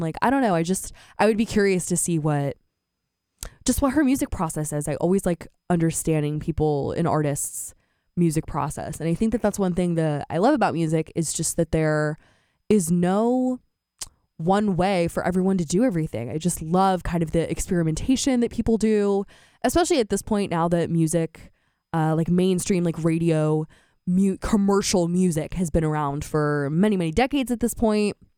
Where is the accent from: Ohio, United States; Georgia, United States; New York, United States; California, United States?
California, United States; Silicon Valley; even though I am from Silicon Valley.